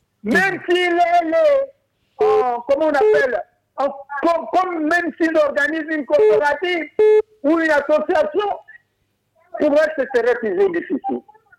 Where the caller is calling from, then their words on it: Essassa, Estuaire, Gabon; je suis à Essassa.